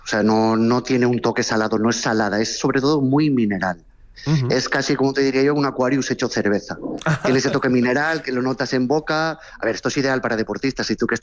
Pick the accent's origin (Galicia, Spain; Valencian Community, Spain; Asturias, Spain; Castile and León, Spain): Valencian Community, Spain; nosotros de momento somos valencianos